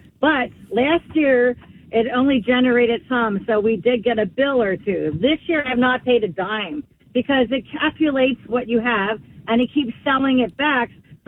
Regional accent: Pennsylvania, United States; now in Brick, United States; I came from Pennsylvania and have been married now here for 40 years.

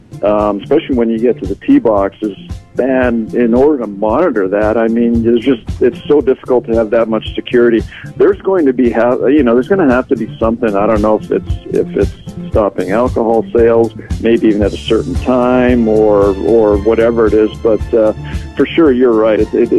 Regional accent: Canada; moved away as an adult; I'm still Canadian

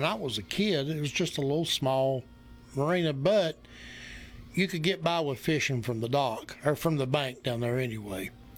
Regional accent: Bristol, Tennessee, United States; when I was a kid, I grew up near Tennessee High School in Bristol, okay? Well, down on Boone Lake, where Beaver Creek empties into Boone Lake, right in that area

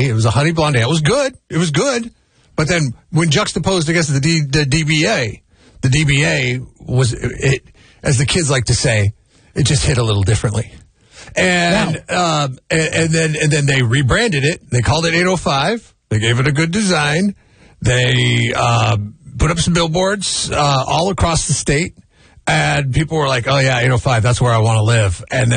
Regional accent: Seattle, Washington, United States; Growing up in Seattle, the ESB.

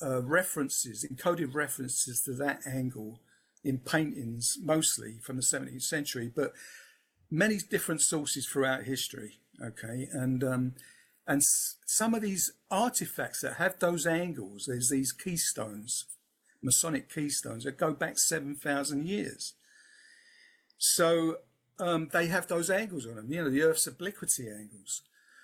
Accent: Peckham, London, United Kingdom; accent: South East London; I was brought up in Peckham, London, Southeast London. So that's my accent.

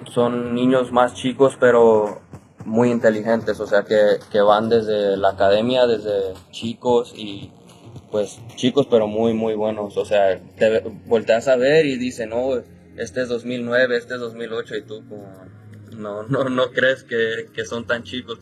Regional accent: California, United States; yo nunca me he movido de California, nunca he. Lo más lejos que me fui fue a San José de Hayward, o sea, 30 minutos.

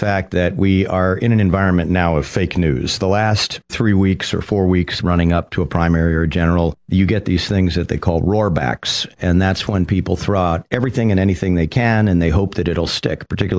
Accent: Wayne, Maine, United States; I grew up in Maine. I was in Wayne, little town of 500 people.

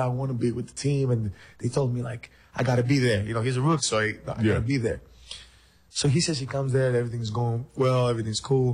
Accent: Greece; now in United States; We kind of thought, you know, we come from Greece. So Greece is like 11 million people.

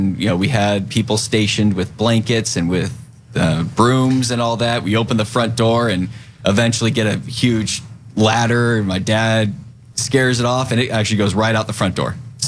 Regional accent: Incline Village, Nevada, United States; also born or lived in Bremerton; I grew up in Lake Tahoe area, a little town, North Lake Tahoe, called Incline Village. And so I spent years like 8 through 18 there.

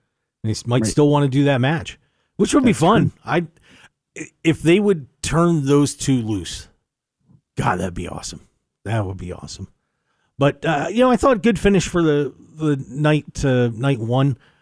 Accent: Pennsylvania, United States; Yeah, I'm from South Central. L.A.? No, Pennsylvania. Sorry. Amish area. Sort of.

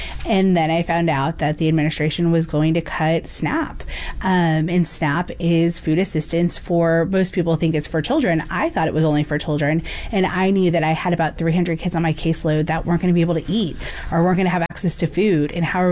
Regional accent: San Antonio, Texas, United States; So first and foremost, I'm definitely from San Antonio, born and raised here. Been in the 23rd for quite some time. I am a graduate of Lee High School

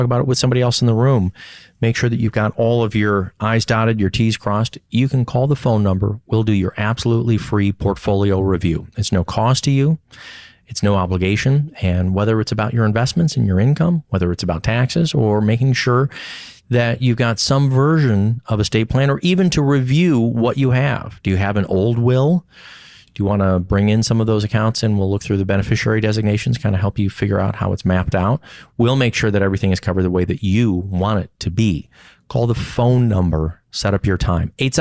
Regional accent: Chicago, Illinois, United States; I was born and raised in Chicago, so I've been a Blackhawks fan.

